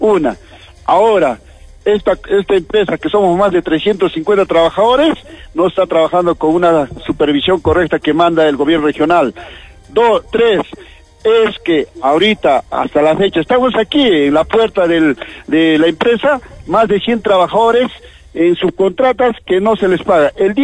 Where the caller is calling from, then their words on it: Arequipa, Peru; soy un arequipeño y aquí hay compañeros, trabajadores de acá de Arequipa, son arequipeños